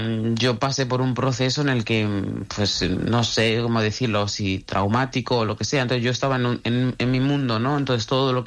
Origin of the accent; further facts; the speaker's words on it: Bamako, Mali; Spanish is a second language; now in Galicia, Spain; La verdad, o sea, es que Galicia es totalmente diferente a Bamako.